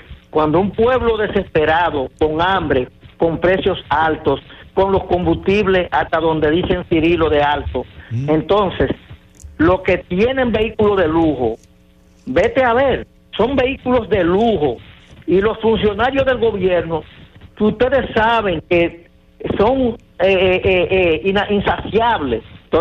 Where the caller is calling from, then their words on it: Dominican Republic; yo soy dominicano